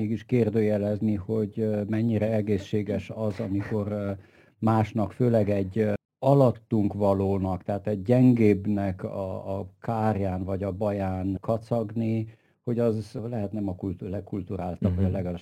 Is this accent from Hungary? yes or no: no; Transylvania, Romania; mi, mint erdélyiek, szerintem egy furcsa helyt vagyunk, mert itten összefolyt magyar, román, szláv, német, lengyel humor, zsidó humor